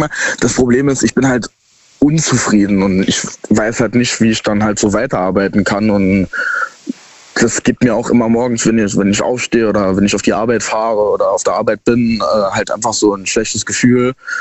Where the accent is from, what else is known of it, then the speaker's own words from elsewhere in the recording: Saarbrücken, Saarland, Germany; Ich komme aus Saarbrücken.